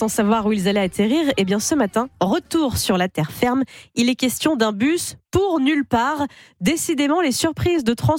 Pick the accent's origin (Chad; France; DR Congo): France; même chez nous, en France